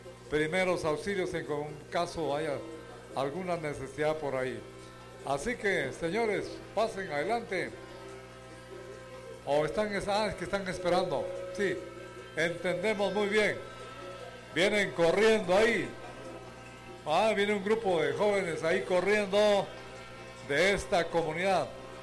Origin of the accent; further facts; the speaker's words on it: Guatemala; Soy Chapín, de los amigos del Progreso.